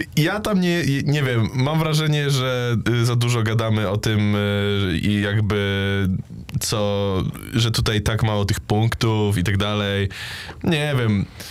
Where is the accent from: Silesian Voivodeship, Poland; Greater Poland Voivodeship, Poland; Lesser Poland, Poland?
Greater Poland Voivodeship, Poland; Poznań; Ja jednak jestem z Poznania